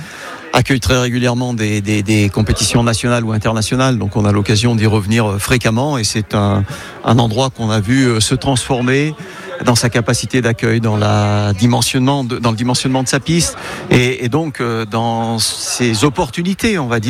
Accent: France

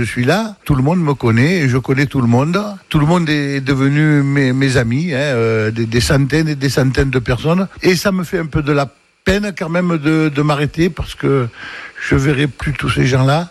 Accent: Arles, Provence-Alpes-Côte d'Azur, France; born there; Je suis né à Arles

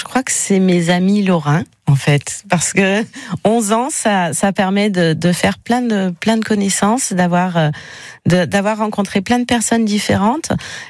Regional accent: Auvergne-Rhône-Alpes, France; moved away as an adult; now in Nancy, France; Alors, je viens de tous les coins du monde. Non, j'étais plutôt du côté de Lyon, moi.

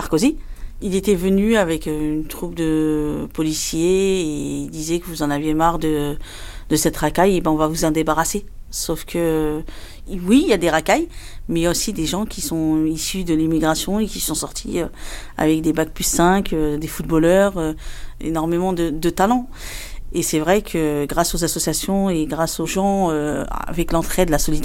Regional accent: Argenteuil, Île-de-France, France; j'ai 48 ans, je suis née à Argenteuil. Ça fait donc 48 ans que j'habite dans le quartier du Val-Nord.

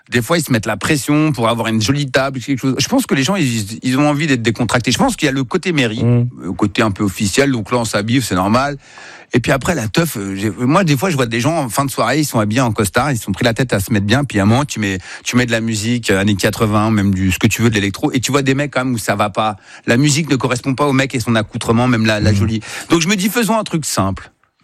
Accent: Spain; Moi, je suis un Espagnol.

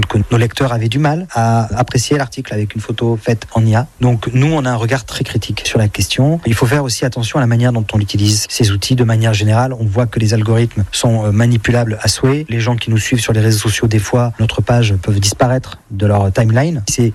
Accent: Bordeaux, Nouvelle-Aquitaine, France; born there; Oui, je suis né à Bordeaux

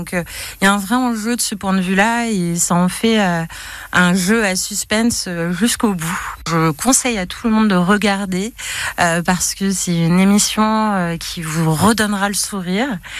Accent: Bordeaux, Nouvelle-Aquitaine, France; moved away as an adult; also born or lived in Paris; je suis bordelaise.

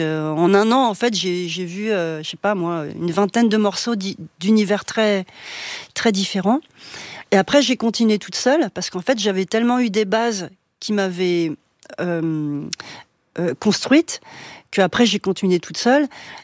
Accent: Villemomble, Île-de-France, France; born or raised there

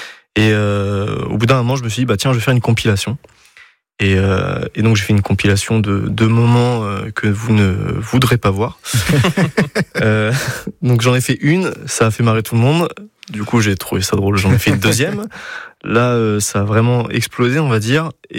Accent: Dinan, Brittany, France; also born or lived in Rennes; j'ai commencé à faire mes études à Rennes parce que je viens de Dinan à la base.

